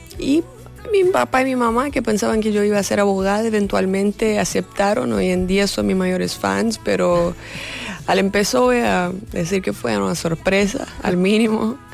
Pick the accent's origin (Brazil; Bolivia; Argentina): Brazil; Rio de Janeiro; Spanish is a second language; moved away; Yo soy de Rioja de Janeiro, la mejor ciudad del mundo.